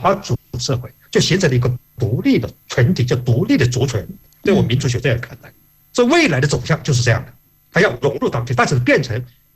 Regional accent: Meixian, Guangdong, China; 因为我不是讲我出生在一个华侨之乡或者文化之乡的广东梅县，我是广东梅县的客家人。我从小就受到侨的一种影响

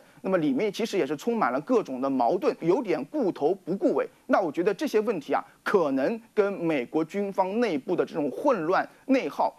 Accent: China; 那可以说用我们中国人的话来说，可以说根正苗红。

